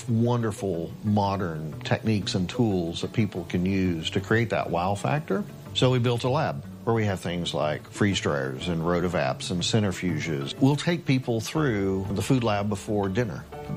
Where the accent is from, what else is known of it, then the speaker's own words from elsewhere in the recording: Oklahoma, United States; growing up in Oklahoma, my earliest memories are being in the garden with my grandmother, something I still remember to this day.